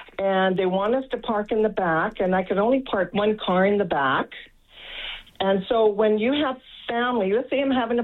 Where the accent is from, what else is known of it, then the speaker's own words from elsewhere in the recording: Edmonton, Alberta, Canada; also born or lived in Calgary; I was from Calgary, and I moved back home to Edmonton.